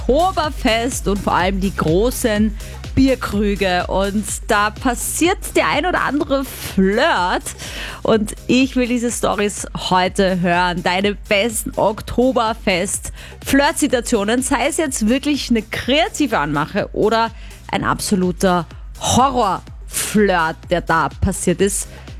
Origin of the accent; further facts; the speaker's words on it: Vienna, Austria; für mich als Wienerin